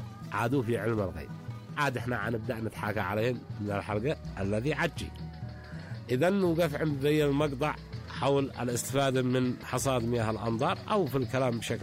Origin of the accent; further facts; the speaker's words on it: Sanaa, Amanat Al Asimah, Yemen; عندنا في صنعاء